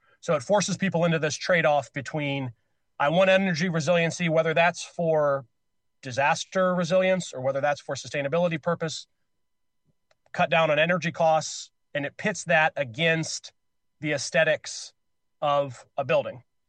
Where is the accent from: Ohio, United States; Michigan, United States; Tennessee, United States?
Ohio, United States; Akron; moved away; also born or lived in Cincinnati; I'm a Rust Belt boy, born and raised in Akron. I went to school down in Xavier in Cincinnati.